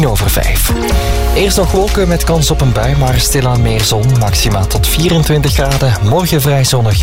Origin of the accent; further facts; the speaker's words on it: Belgium; en dat is dan misschien goed nieuws voor ons als Belgen